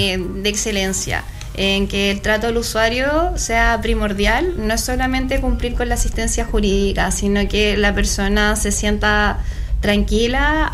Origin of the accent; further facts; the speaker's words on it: Concepción, Biobío, Chile; moved away as an adult; now in Los Ángeles, Chile; yo soy oriunda de Concepción. Hace poco asumí el bonito desafío que ha sido estar en la Corporación de Asistencia Judicial acá en Los Ángeles.